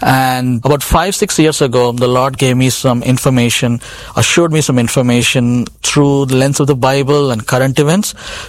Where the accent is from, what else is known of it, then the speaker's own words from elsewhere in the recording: Chennai, Tamil Nadu, India; Chennai, the city I was born and raised in India.